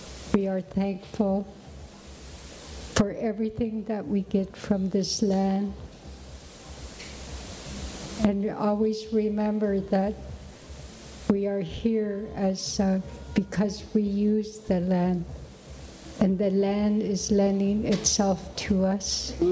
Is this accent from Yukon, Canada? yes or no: yes; Yukon, Canada; In the Yukon, we're a matrilineal society